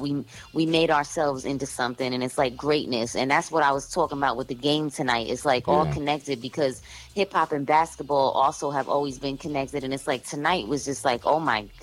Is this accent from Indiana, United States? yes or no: no; New York City, New York, United States; Well, you know, I'm from Brooklyn, New York, but I've traveled a lot and I've lived in different situations